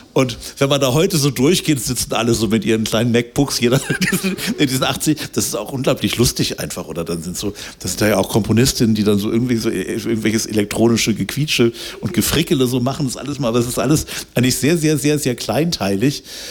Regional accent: Germany; Und das ist natürlich auch lustiger, was man als Deutscher so in Italien erlebt.

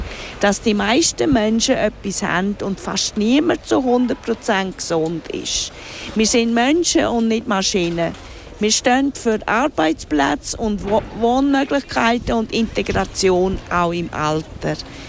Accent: Lucerne, Switzerland; Ich bin aus Luzern.

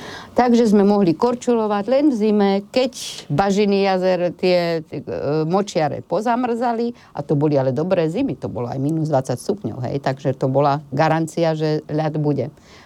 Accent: Komárno, Nitra Region, Slovakia; born or raised there

